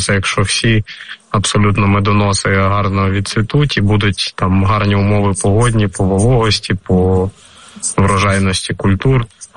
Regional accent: Stepova Dolyna, Mykolaiv Oblast, Ukraine; Село Степова долина, воно знаходилось на лінії фронту, в ньому знаходились наші військові, вони вели оборону міста Миколаїв, і якраз наше село було на межі, воно є на межі Херсонської Миколаївської області

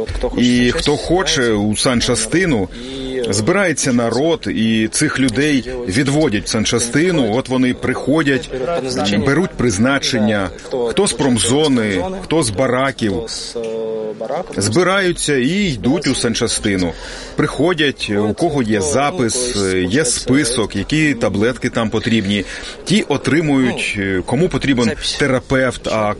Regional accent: Kyrgyzstan; moved away; Я не з Росії. Я родом із Киргизії. А за національністю я узбек.

